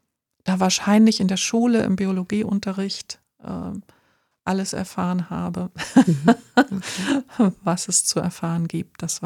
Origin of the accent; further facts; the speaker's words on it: Thuringia, Germany; ich bin in Thüringen aufgewachsen, in so einem klitzekleinen Dorf, auf einem Bauernhof.